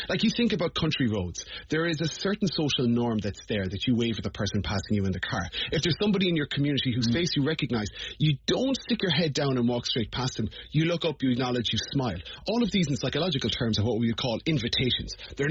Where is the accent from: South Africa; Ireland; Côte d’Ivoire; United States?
Ireland; And I think as Irish people, we have different concentric circles of, like, we will, I was talking about this recently